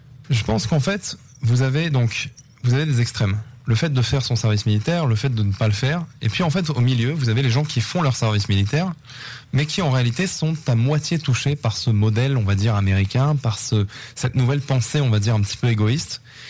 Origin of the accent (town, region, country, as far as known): France; now in Israel